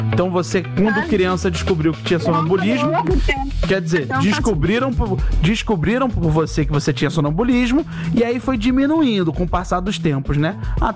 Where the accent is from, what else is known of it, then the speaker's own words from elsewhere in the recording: Rio de Janeiro, Brazil; born there; Eu também me reconheço como carioca e nasci na Tijuca, Zona Norte.